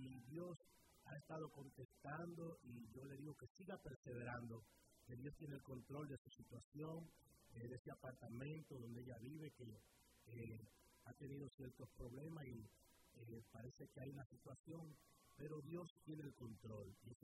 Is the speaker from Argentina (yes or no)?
no; Dominican Republic; se me hace un poco raro decir soy dominicano. Claro que lo soy, nacido y criado en la República Dominicana.